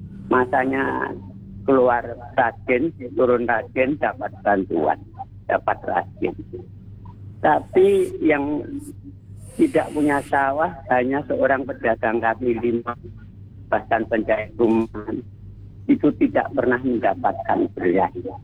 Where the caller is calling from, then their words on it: Jatipuro, Central Java, Indonesia; Jatipuro Karanganya.